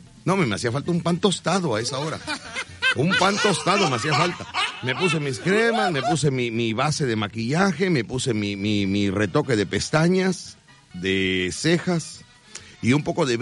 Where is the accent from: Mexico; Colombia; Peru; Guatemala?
Mexico; Veracruz; Porque yo, pues soy veracruzano, y un veracruzano tiene que haber trabajado en el muelle